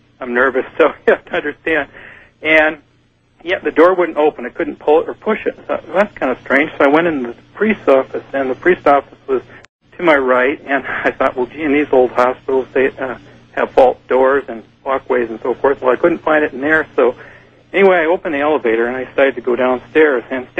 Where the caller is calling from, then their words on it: Santa Barbara, California, United States; I'm in Santa Barbara.